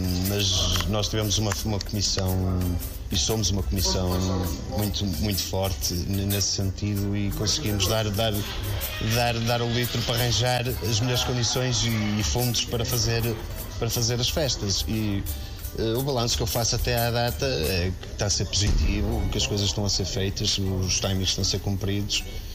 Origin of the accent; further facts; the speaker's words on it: Norte, Portugal; as festas da minha terra são as melhores festas do norte do país